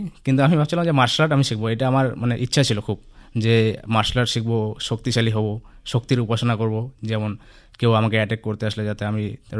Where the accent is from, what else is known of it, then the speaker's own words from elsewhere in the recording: Maynaguri, West Bengal, India; also born or lived in Punjab; আমার বাড়ি জলপাইগুড়ি, ময়নের ব্লকে।